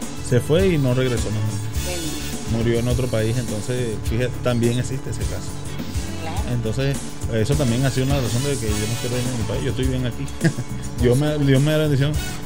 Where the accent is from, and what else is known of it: Venezuela